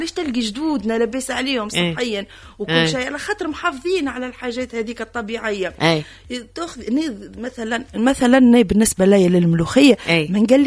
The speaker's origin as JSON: {"language": "Arabic", "country": "Tunisia", "said": "بالحق محلاها بلادنا تونس"}